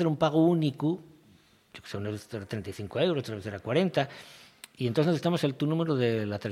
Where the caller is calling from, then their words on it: Mieres, Asturias, Spain; vivo en Mieres, en un pueblo de Mieres